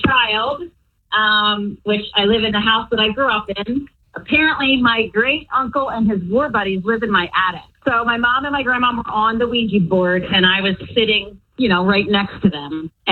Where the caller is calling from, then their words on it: Warminster, Pennsylvania, United States; Warminster.